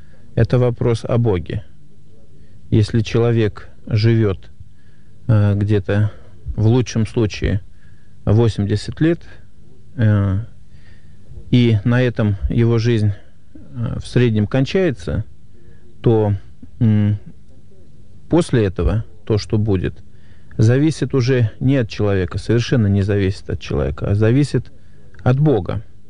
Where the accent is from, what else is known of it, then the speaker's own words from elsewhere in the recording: Moscow, Russia; Я москвич, родился в Москве и всю свою почти более чем 40-летнюю жизнь прожил в этом городе.